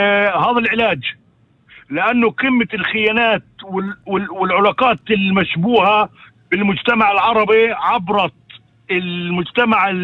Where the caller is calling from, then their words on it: Umm al-Fahm, Haifa District, Israel; بحكي معك شاب من المثلث ومن أم الفحم.